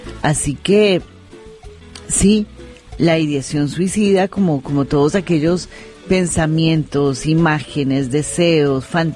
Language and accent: Spanish; Colombia; moved away; Yo como colombiana